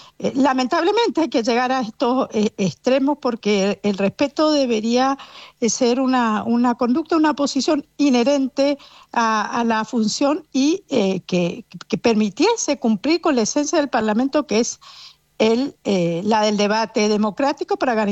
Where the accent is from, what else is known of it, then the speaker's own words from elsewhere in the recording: Mendoza, Argentina; Yo soy oriunda de Mendoza, he sido legisladora